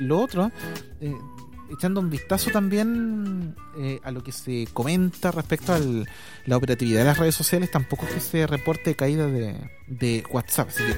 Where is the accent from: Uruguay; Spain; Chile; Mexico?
Chile; que somos chilenos, no es que somos .cl.